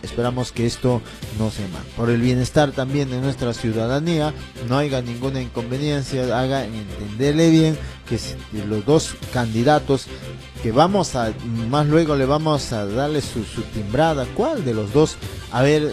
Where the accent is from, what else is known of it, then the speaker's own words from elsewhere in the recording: Peru; mi pueblo, donde me vio crecer, el centro poblado Unión Autico.